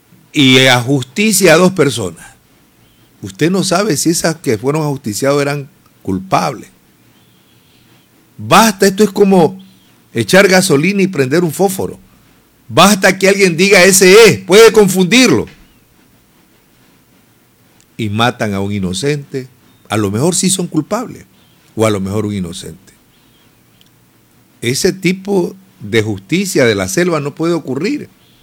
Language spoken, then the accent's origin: Spanish; Ecuador; El problema somos los ecuatorianos